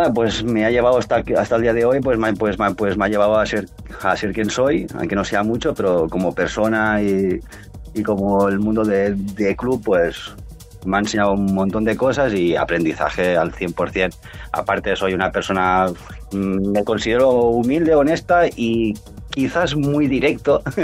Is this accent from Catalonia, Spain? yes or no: yes; Benissanet, Catalonia, Spain; moved away as an adult; now in Viladecans, Spain; nació en mi pueblo, que es en Benissanet, a Les Terres de l'Ebre